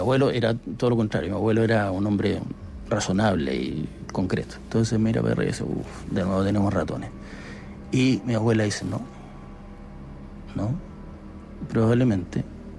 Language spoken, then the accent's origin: Spanish; Magallanes and Chilean Antarctica, Chile